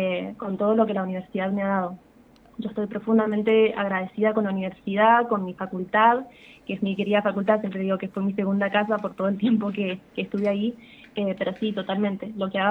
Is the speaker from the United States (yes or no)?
no; Los Álamos, Argentina; Soy de Los Álamos. Mis abuelos son productores de toda la vida. Así que sí, he crecido acá con ellos en una finca, en pleno campo.